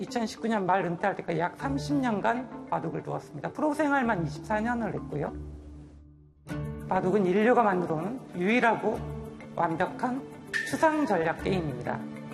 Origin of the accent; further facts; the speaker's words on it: Sinan, South Jeolla, South Korea; 제 고향 신안에서 하게 돼서 정말 저한테도 굉장히 뜻깊고